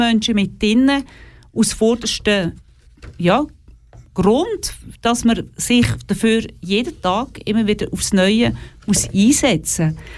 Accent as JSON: {"language": "German", "country": "Switzerland", "tie": "born or raised there", "said": "ich bin selber aus Secondo hier in der Schweiz aufgewachsen und habe durch das in zwei Kulturen mein Herz daheim"}